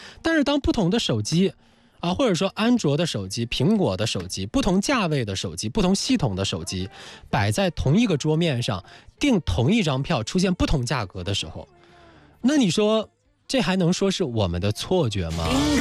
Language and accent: Chinese; China